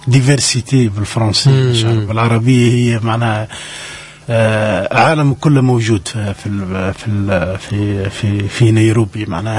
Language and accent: Arabic; Tunisia; احنا في تونس